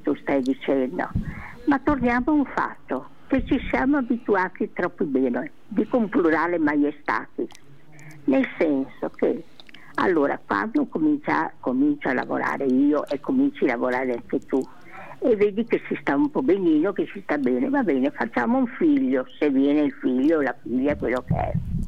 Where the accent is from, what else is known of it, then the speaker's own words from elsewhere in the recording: Trieste, Friuli-Venezia Giulia, Italy; born there; amo anche i nordici perché sono nata a Trieste